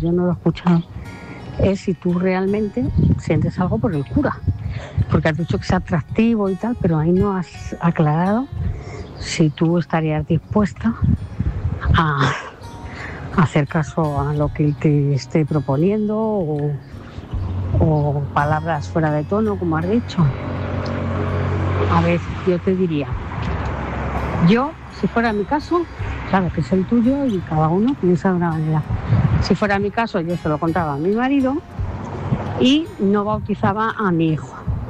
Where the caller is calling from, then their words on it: Móstoles, Community of Madrid, Spain; Buenas noches. Soy … de Móstoles.